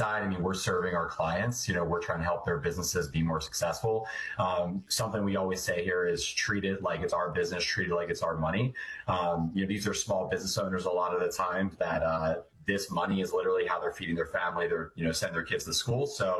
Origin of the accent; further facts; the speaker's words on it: Pennsylvania, United States; Southeastern PA. I'm the youngest of four.